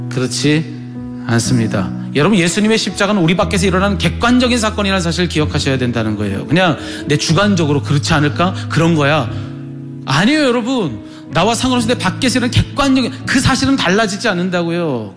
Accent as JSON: {"language": "Korean", "country": "South Korea", "said": "저 한국 사람입니다."}